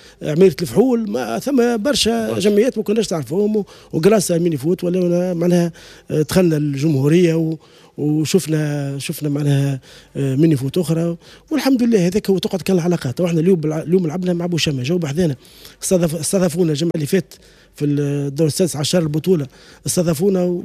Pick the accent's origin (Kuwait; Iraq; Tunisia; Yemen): Tunisia; Raoued, Ariana Governorate; في قلب رواد في وسط رواد هو ملعب معناها حومه في حومتنا معناها كبرنا فيه